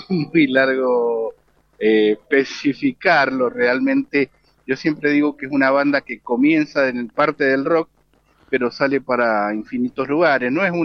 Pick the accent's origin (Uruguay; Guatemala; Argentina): Argentina; nosotros argentinos